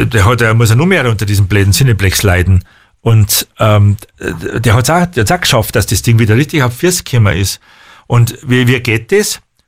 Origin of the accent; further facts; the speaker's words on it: Bavaria, Germany; accent: Bavarian; Es mag vielleicht sein, aber ich gehöre schon original zu Oberbayern. Gell? Also Wenzach, München und so weiter. Das ist die ganzen, es ist schon Oberbayern.